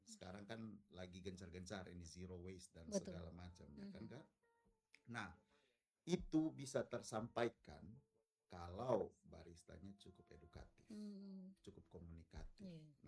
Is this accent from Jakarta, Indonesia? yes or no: no; Bajawa, East Nusa Tenggara, Indonesia; Oke, karena saya asli Bajawa.